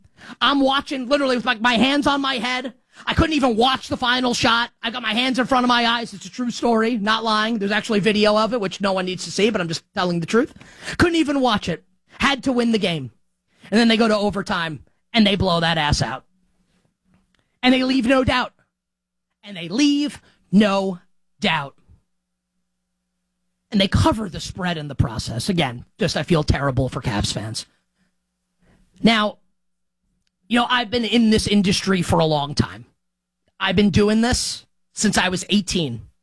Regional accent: New York, United States; I'm a Knicks fan, and I'm a New Yorker.

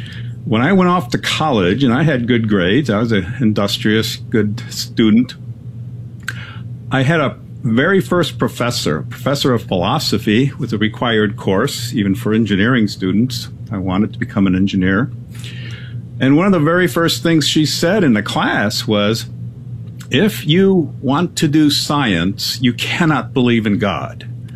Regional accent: Chicago, Illinois, United States; also born or lived in Cologne, Germany; I was born in Germany in Cologne, the big cathedral city. But when I was about 2 or 3 months old, I said to my mom, let's go see America. And she wanted to see America too. So my dad took us all, the three of us, immigrated to Chicago.

